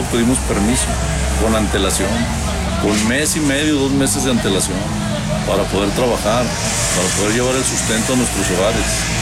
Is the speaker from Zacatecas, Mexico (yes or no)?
yes; Fresnillo, Zacatecas, Mexico; nosotros somos locales, somos de aquí de Fresnillo